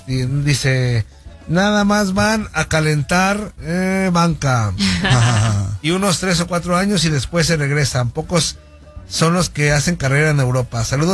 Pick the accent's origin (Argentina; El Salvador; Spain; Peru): El Salvador; Y yo que soy salvadoreño, sentí que México jugó como nunca.